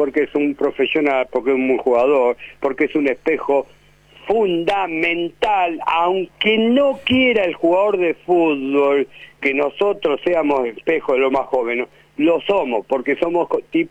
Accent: Argentina; la imagen que somos los argentinos

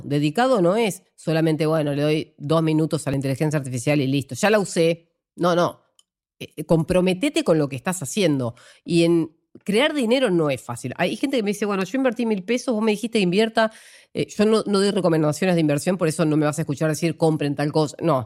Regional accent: Argentina; yo también soy argentina

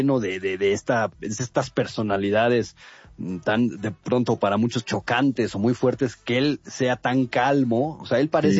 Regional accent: Mexico

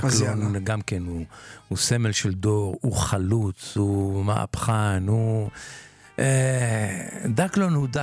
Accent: Jerusalem, Jerusalem District, Israel; קור מחצבתי, מחנה יהודה. בדיוק. שם גדלתי.

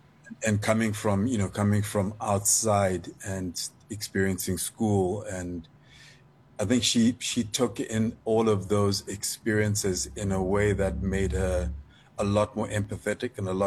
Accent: Lesotho; growing up in Lesotho in a particular time, it was interesting because South Africa was very blocked off, but Lesotho was very kind of, our influences were global.

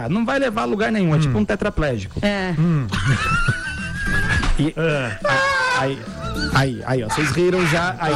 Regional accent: Ilhabela, São Paulo, Brazil; eu venho de Ilhabela

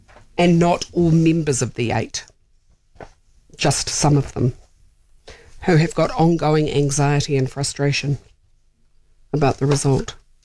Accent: South Africa; It's even worse in my home country of South Africa.

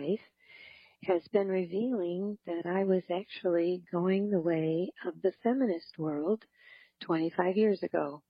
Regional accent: Michigan, United States; from Michigan.

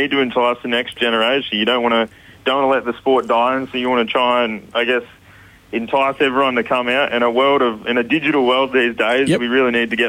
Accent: Mildura, Victoria, Australia; born or raised there

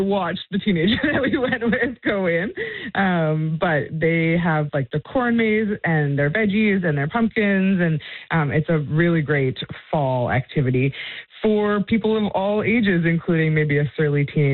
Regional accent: Vancouver Island, British Columbia, Canada; moved away as an adult; now in Cape Breton, Canada; I grew up on Vancouver Island

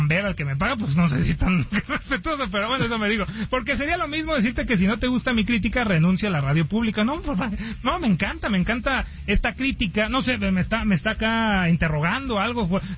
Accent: Mexico; Soy mexicano y tú eres un antimexicano

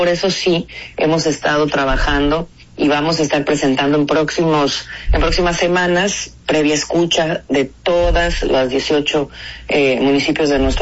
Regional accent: Querétaro, Mexico; born there; para quienes nacimos aquí

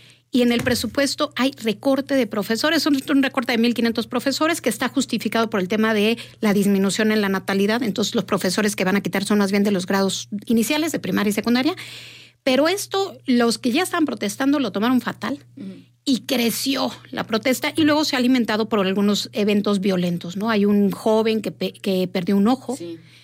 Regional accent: Mexico

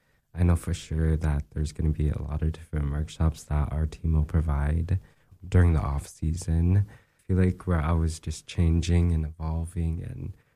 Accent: Utqiagvik, Alaska, United States; now in Anchorage, United States; Growing up, I grew up in Utqiagvik. We always had places to come and gather as a community.

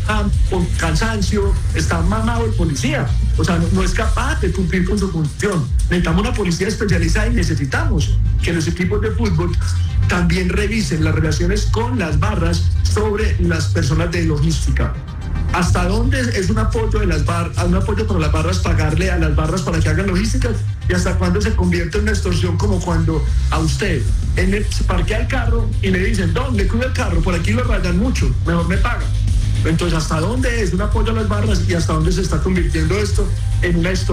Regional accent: Medellín, Antioquia, Colombia; Miren, yo soy de Medellín. Nosotros amamos mucho a nuestro estadio de Atanasio Girardot

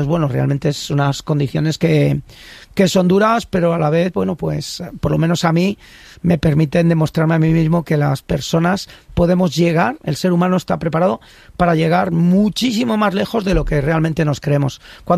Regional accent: Íscar, Castile and León, Spain; born or raised there

